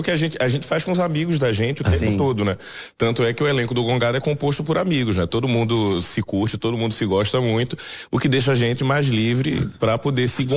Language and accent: Portuguese; Recife, Pernambuco, Brazil; Eu sou de Recife, Pernambuco.